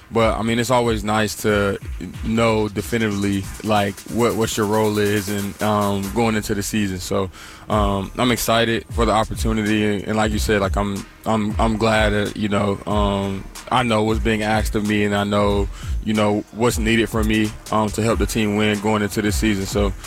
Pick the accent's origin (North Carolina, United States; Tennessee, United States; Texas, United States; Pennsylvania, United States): North Carolina, United States; I kind of already know how to, like, maneuver here and know about a lot of stuff because I'm obviously from North Carolina.